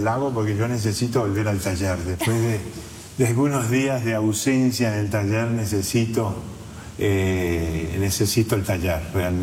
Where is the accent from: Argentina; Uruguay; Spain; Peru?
Uruguay; now in Rome, Italy; Roma fue el primer lugar, la primera ciudad que yo llegué desde Uruguay en el 1977.